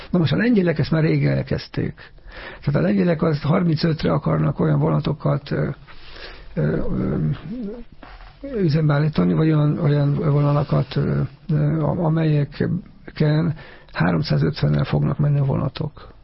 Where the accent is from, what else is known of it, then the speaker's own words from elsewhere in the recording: Zalaegerszeg, Zala, Hungary; van egy vonal, ugye, amit én ismerek, mert zalaegerszegi vagyok, és az zalaegerszeg mellett megy az a vonal